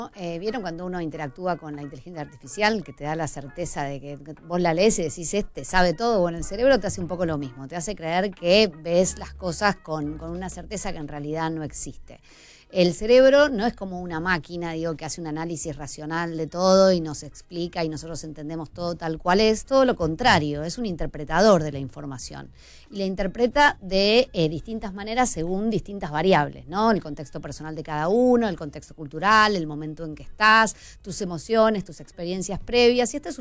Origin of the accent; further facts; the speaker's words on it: Argentina; nos unimos todos como argentinos